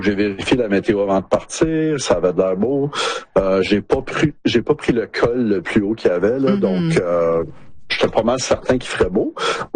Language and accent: French; Canada; ils m'ont demandé si je venais du Canada. Je dis ben oui